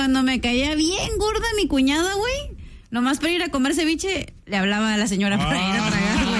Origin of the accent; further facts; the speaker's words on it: Mexico; Yo soy mexicana